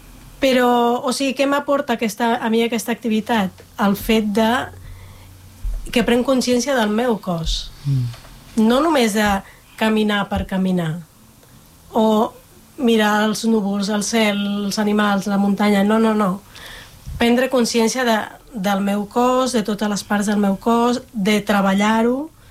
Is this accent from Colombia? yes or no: yes; Colombia; now in Spain; I jo sóc de Colòmbia i porto, ara al setembre farà 30 anys que sóc a Catalunya, i en aquests 30 anys els he viscut tots a muntanya.